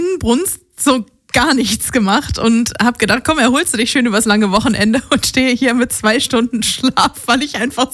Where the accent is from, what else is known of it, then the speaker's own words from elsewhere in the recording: Lower Saxony, Germany; ich bin ja im Weserbergland groß geworden.